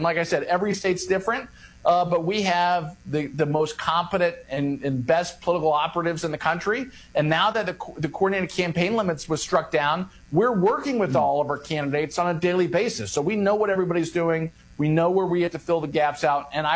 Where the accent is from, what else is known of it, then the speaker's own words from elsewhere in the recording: Florida, United States; I'm from Florida, where we have probably the most, the safest elections in the country.